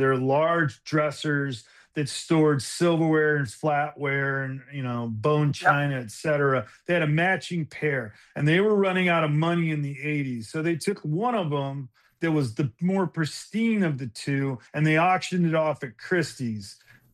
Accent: New Mexico, United States; I'm originally from New Mexico. The most expensive piece of furniture we had in the house was the TV

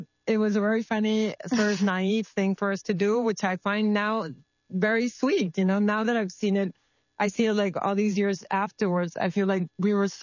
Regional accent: Tijuana, Baja California, Mexico; In my family, Mexico was a big miss. We didn't have a cotidiana with Mexico City. We had a cotidiana with San Diego. We grew up with American television, American radio.

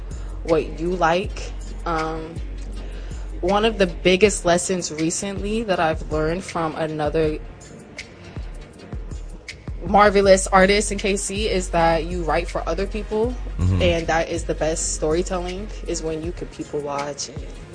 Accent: Liberty, Missouri, United States; also born or lived in Kansas City; I'm from Liberty, Missouri. Hey, shout out L-Town.

